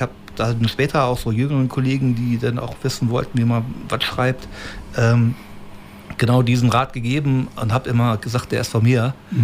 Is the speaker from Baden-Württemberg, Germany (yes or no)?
no; Osnabrück, Lower Saxony, Germany; ich bin hier in Osnabrück aufgewachsen und geboren